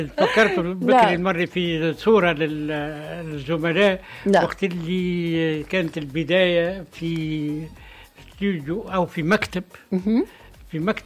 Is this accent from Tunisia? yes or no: yes; Monastir, Monastir Governorate, Tunisia; مدينتي هذه نعم. مسقط راسي